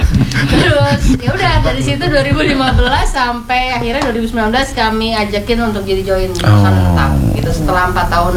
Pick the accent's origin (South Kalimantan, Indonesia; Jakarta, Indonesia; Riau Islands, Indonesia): Jakarta, Indonesia; Saya sebenarnya orang tua saya Jawa Tengah tapi saya dari kecil di Jakarta.